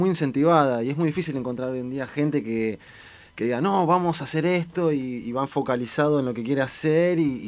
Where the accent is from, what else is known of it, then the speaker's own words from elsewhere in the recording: Mar del Plata, Buenos Aires Province, Argentina; vengo de Mar del Plata.